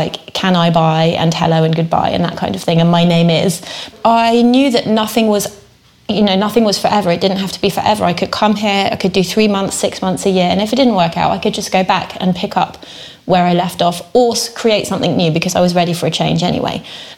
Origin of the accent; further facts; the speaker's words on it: United Kingdom; moved away as an adult; also born or lived in London; now in France; as a Brit